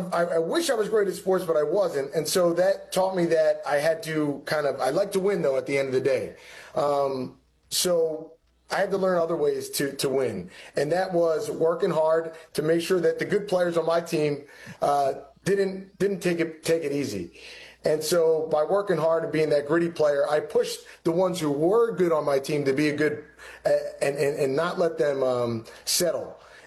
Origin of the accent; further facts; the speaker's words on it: Philadelphia, Pennsylvania, United States; Yeah, from Philadelphia, Pennsylvania, Northeast Philly to be specific. I'm the oldest of three boys.